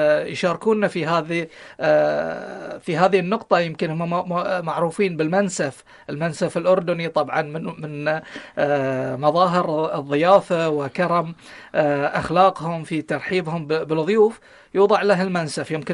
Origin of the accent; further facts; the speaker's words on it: Bahrain; accent: Bahraini; نقصد في العيش إحنا في يعني لهجتنا البحرينية والخليجية الرز